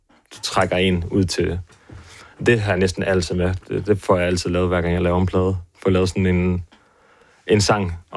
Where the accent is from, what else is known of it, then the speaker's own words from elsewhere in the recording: Svendborg, Region of Southern Denmark, Denmark; jeg er fra Svendborg, og den handler ligesom bare, det er sådan meget en melodi, for sådan, hvad, altså hvor jeg er fra, og det er sådan gule huse, træskib ude på vandet